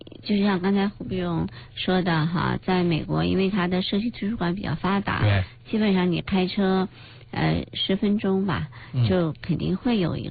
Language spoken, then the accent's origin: Chinese; Beijing, China; moved away as an adult; also born or lived in United States; 因为其实我们两个也都是在国内长大，北京长大，在这边读大学，然后出去留学，跟很多的这个同学们一样，那可能在美国也居住了挺长一段时间。